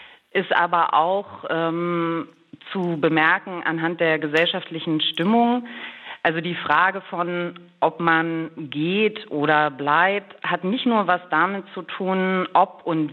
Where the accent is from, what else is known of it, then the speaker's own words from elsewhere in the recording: Magdeburg, Saxony-Anhalt, Germany; Tatsächlich komme ich aus Magdeburg